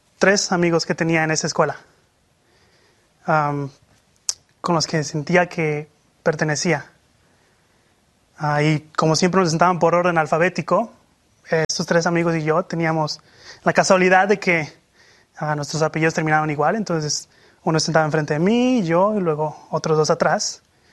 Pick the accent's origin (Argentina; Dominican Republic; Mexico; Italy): Mexico; moved away; Una parte de mi vida que me da risa recordar son los 3 años de secundaria que pasé en mi tierra natal. Para los que no saben mucho, esto es de séptimo a noveno grado en México.